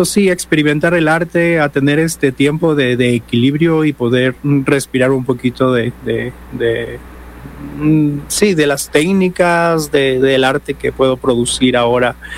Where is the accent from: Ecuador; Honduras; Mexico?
Ecuador; Quito, Pichincha; born there; now in Cuenca, Ecuador